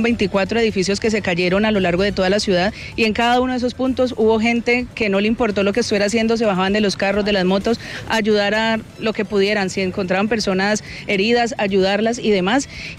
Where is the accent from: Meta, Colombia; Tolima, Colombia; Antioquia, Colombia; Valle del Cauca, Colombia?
Valle del Cauca, Colombia; Cali; yo también soy caleña